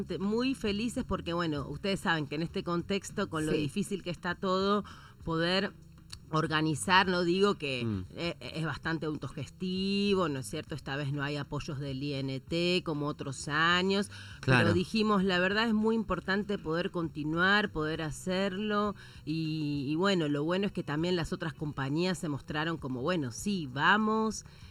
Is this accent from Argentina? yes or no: yes; Capilla del Monte, Córdoba, Argentina; obviamente somos de acá, de Capilla